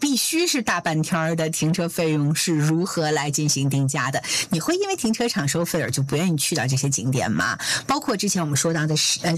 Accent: northern China, China; now in New Zealand; 像我的家乡是北方

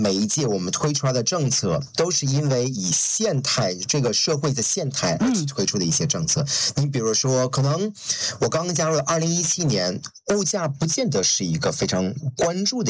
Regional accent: China; moved away; 我作为一个中国人，作为一个华人

